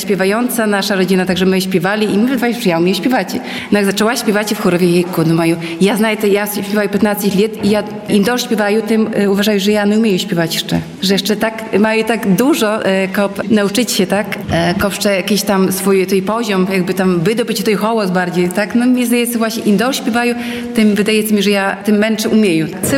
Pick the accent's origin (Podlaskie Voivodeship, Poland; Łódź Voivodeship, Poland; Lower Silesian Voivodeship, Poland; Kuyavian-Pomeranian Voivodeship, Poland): Podlaskie Voivodeship, Poland; Łosinka; now in Hajnówka, Poland; ja na przykład dojeżdżam z Hajnówki, ale pochodzę z Łosinki i też jakby, no, związana no, sercem z Łosinki, tak, bo tutaj wychowała się, tutaj chodziła do szkoły, tutaj rodzice żyli